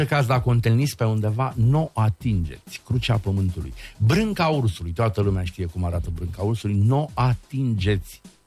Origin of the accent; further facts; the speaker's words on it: Bărăgan, Romania; dar sunt din Bărăgan.